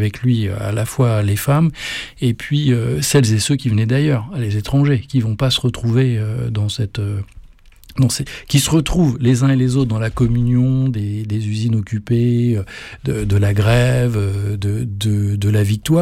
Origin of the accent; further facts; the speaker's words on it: Paris, Île-de-France, France; je me suis posé la question de savoir quel tatouage je me ferais pour dire que je viens de Paris.